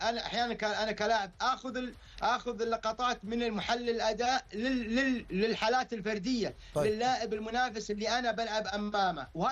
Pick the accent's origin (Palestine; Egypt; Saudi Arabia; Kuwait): Saudi Arabia; عمل مميز من كابتن سعد الشهري اللي إحنا كمدربين سعوديين نفتخر فيه